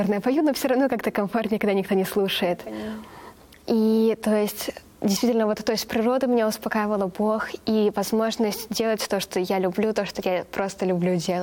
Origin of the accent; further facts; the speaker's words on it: Mexico; Russian is a second language; Да, был момент, что мы такие девушки из Мексики очень много ныли.